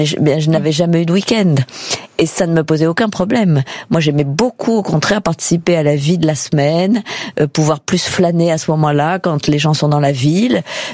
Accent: Paris, Île-de-France, France; also born or lived in Auvergne; À l'époque, j'allais souvent dans mon pays natal qui est l'Auvergne, mais je n'y ai pas vécu, je le précise. J'y suis née, mais mes parents étaient déjà à Paris.

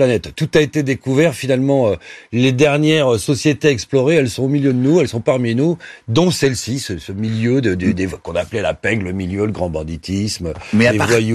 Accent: Pantin, Île-de-France, France; Ouais, j'ai grandi à Pantin.

